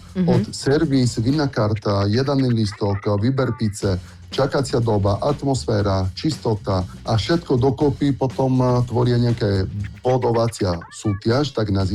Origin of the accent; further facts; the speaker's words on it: Italy; Slovak is a second language; moved away as an adult; now in Slovakia; Doma budem vždy v Taliansku, lebo keď prejdem tie hranice, je vo mne nejaká iná emócia, mm-hmm. ktorá sa nedá vysvetliť slovami. A Taliansko je vždy domov.